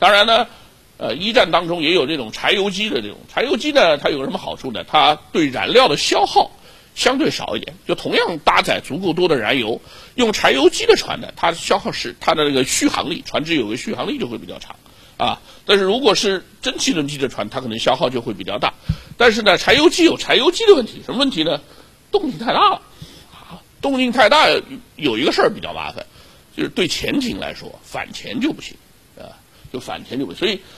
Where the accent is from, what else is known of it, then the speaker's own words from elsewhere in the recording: Shanghai, China; 我们上海话叫火头绑踢湖北